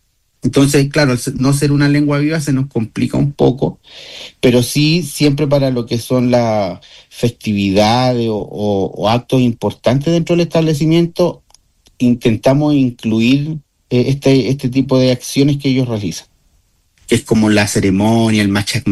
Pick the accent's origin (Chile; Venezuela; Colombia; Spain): Chile; Talca, Maule; now in Quillagua, Chile; De Talca, y yo llegué el año 2013 a la comuna de María Elena a trabajar. Y ahí ejercí hasta el año 2023. Y ya el 2024 asumí en Quillagua, 24, 25, y este es mi tercer año.